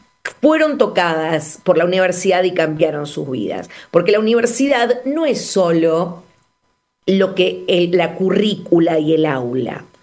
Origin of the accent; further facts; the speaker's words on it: La Pampa, Argentina; moved away; yo vengo de un pueblo de La Pampa y hay una librería